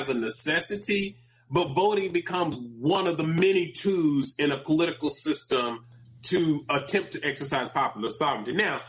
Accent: United States; as an American who study American politics

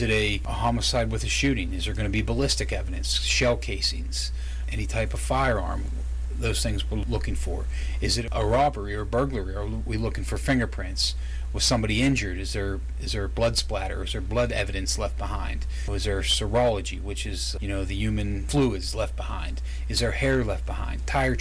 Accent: Pennsylvania, United States; Eventually got the opportunity to come back to my hometown, which is Troop D that we're in now.

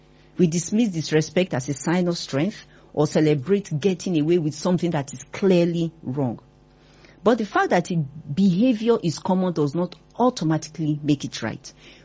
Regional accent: Nigeria

